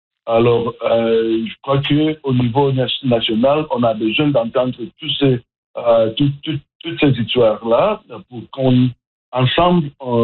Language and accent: French; Atlantic Canada, Canada; comme vous le savez, moi, je suis de l'Atlantique.